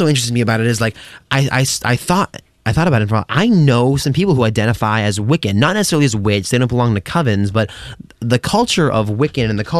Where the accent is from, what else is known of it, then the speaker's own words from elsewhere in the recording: Massachusetts, United States; especially for someone who's a native of Massachusetts. I was born near Salem and Beverly, and...